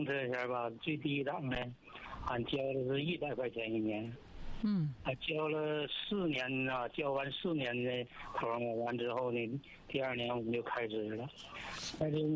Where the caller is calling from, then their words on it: Liaoyuan, Jilin, China; 我是辽源市东辽县人。